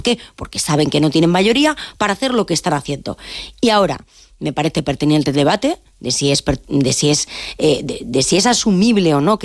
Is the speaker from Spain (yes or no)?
yes; Galicia, Spain; yo como gallega no puedo votar en unas elecciones municipales y autonómicas en Galicia